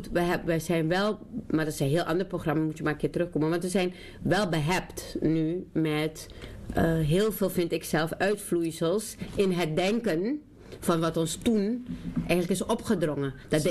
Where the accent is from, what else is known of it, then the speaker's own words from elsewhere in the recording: Netherlands; Maar ik ben zelf de mening toegedaan dat ik wil het, ik, want dit is ook mijn land.